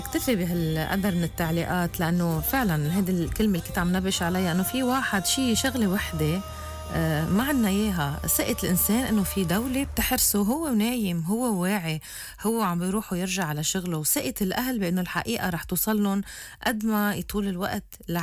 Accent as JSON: {"language": "Arabic", "country": "Lebanon", "said": "حسينا كلبنانيين أنه انفجار المرفأ صار رمز للإفلات من العقاب في لبنان؟"}